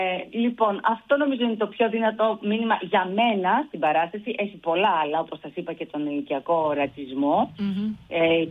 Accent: Thessaloniki, Central Macedonia, Greece; moved away; Πάντα έχω μεγάλη χαρά όταν παίζω στην πόλη μου

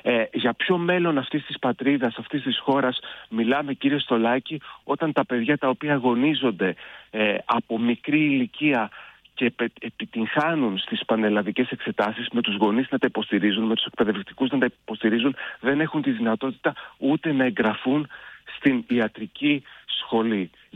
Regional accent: Greece; αν για κάτι περηφανευόμασταν ως Έλληνες, είναι ότι είχαμε το σπίτι μας

